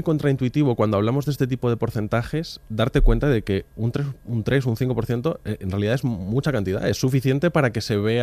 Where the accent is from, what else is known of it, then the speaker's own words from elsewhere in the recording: Madrid, Community of Madrid, Spain; el canal de Isabel II, que como madrileño defiendo aquí a muerte